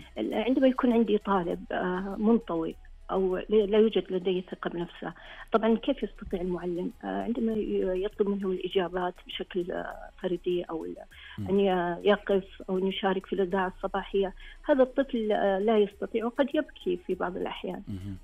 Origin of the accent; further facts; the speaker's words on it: Saudi Arabia; عندنا التعليم في المملكة